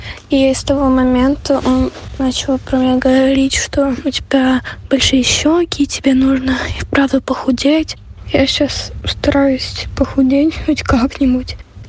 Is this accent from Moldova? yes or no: no; Kyiv, Ukraine; Здравствуйте, Лиза … мне 11 лет, я из Киева